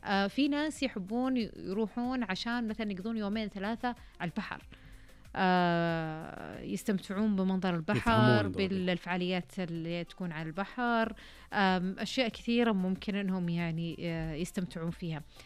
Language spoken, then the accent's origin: Arabic; Riyadh, Riyadh Province, Saudi Arabia